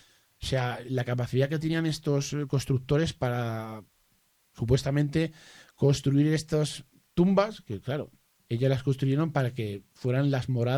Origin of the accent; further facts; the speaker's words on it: Spain; Porque verdaderamente España tenemos la desgracia...